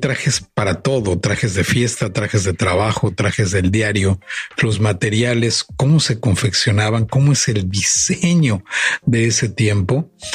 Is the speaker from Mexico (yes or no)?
yes; Mexico